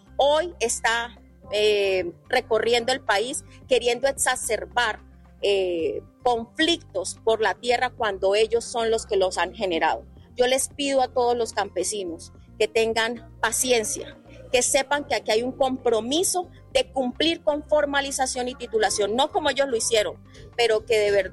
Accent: Arauca, Colombia; Yo soy una llanera orgullosa araucana

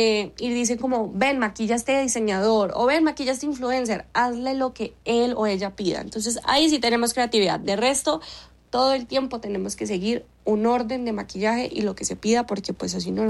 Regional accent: Colombia; porque soy colombiana

